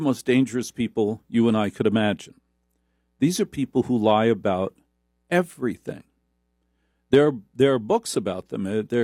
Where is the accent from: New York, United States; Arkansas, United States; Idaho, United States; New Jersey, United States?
New Jersey, United States; Newark; born there; Yeah, I was just born in Newark. I don't have an origin story. I was born in Newark, all right?